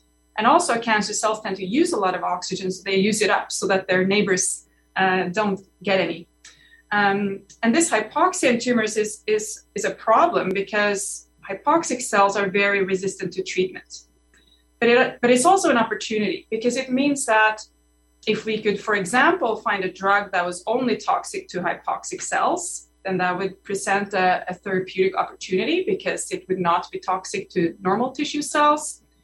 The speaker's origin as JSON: {"language": "English", "country": "Norway", "tie": "born or raised there", "moved": "as an adult", "said": "I'm Norwegian. I grew up in Norway, and I did my undergraduate there and most of my graduate studies there."}